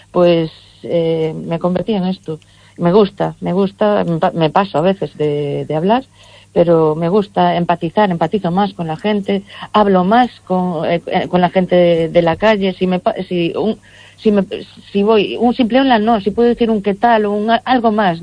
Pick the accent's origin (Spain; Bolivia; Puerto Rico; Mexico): Spain; Cortegada, Galicia; born or raised there